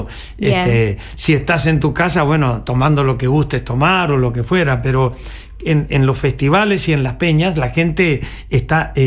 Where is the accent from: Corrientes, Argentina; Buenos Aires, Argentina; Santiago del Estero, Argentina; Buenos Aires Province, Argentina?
Corrientes, Argentina; nosotros los correntinos